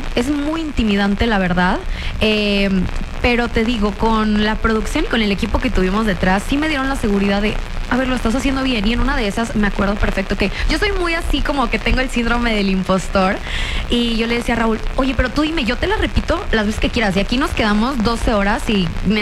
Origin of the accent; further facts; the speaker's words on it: Reynosa, Tamaulipas, Mexico; also born or lived in Monterrey; todos piensan que soy también de Tamaulipas porque me crié en frontera.